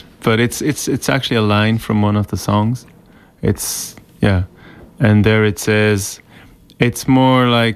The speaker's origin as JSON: {"language": "English", "country": "Switzerland", "first_language": "Swiss German", "second_language": "English", "said": "Yeah, my native language is Swiss German."}